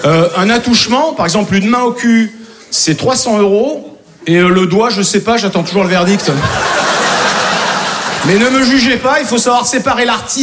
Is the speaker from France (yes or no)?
yes; Corsica, France; moi je suis corse